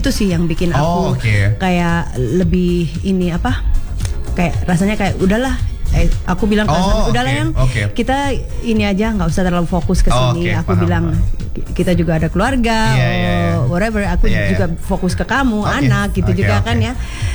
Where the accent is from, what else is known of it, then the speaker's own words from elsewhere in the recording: Batu, East Java, Indonesia; Dan tentunya keluarga aku juga semuanya di kampung halaman aku di Batu.